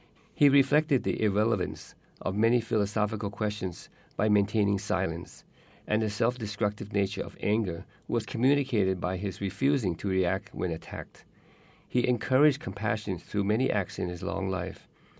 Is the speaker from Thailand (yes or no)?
yes; Thailand; from Thailand, and I will be your moderator today.